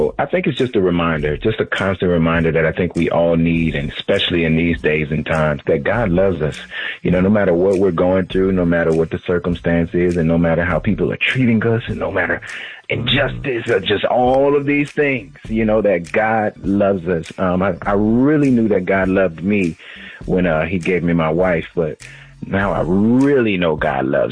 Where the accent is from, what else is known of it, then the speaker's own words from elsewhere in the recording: Baton Rouge, Louisiana, United States; I'm a kid from Baton Rouge, Louisiana, living in a shotgun, one-bedroom house. A single mother raised me.